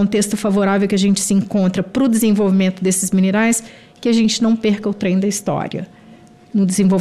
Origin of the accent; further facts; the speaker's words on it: Minas Gerais, Brazil; como mineira também não posso deixar de dizer que eu sinto, né, eu venho da terra das minas